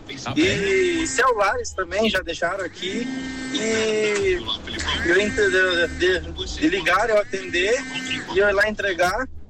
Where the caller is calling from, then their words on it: Passo Fundo, Rio Grande do Sul, Brazil; Sou aqui de Passo Fundo, Rio Grande do Sul.